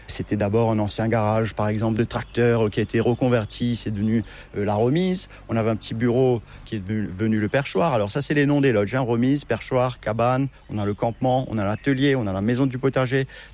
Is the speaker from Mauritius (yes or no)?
yes; Mauritius; accent: Mauritian; J'ai étudié à Paris, mais mon français... fond comme neige au soleil. J'ai malheureusement l'influence mauricienne, anglaise, et puis notre accent mauricien, notre patois revient et parle le créole. À la maison, personnellement, je parle français